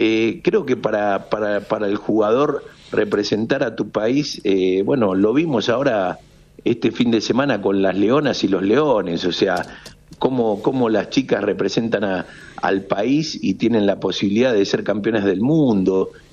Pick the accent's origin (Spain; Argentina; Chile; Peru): Argentina; como argentino uno tiene que estar orgulloso.